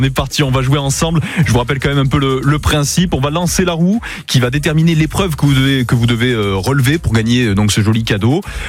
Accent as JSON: {"language": "French", "region": "Nouvelle-Aquitaine", "country": "France", "said": "chez nous au Pays Basque"}